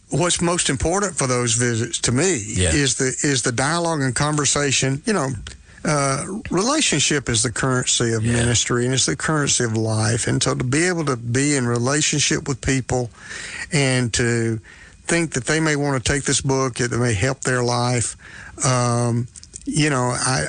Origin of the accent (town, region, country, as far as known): Griffin, Georgia, United States; born or raised there